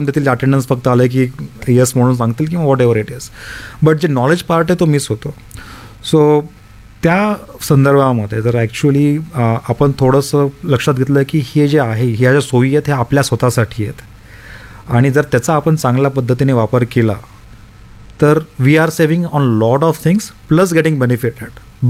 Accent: Latur, Maharashtra, India; म्हटलं असं असं मी लातूरचं आहे.

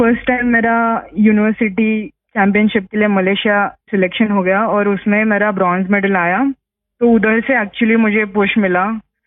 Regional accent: Kolhapur, Maharashtra, India; Sir मैं proper Kolhapur Maharashtra से हूँ।

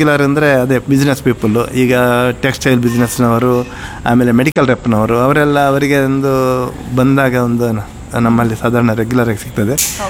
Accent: Padubidri, Karnataka, India; moved away as an adult; also born or lived in Bangalore; now in Shivamogga, India; ನಾನು ಹುಟ್ಟಿದ್ದು ನಮ್ಮ ಉಡುಪಿ, ಆವಾಗ ದಕ್ಷಿಣ ಕನ್ನಡ ಜಿಲ್ಲೆ ಇತ್ತು, ಉಡುಪಿ ಇದರಲ್ಲಿ ಡಿಸ್ಟ್ರಿಕ್ಟ್ ಅಲ್ಲಿ ಪಡುಬಿದ್ರಿ ಎಂಬ ಊರಲ್ಲಿ, ನರ್ಸಾಲ್ ಗ್ರಾಮ ಅಂತೇಳಿ. ಅಲ್ಲಿ ನಾನು SLC ವರೆಗೆ ಅದೇ ಪಡುಬಿದ್ರಿಯಲ್ಲಿ ಎಜುಕೇಷನ್ ಮಾಡಿ

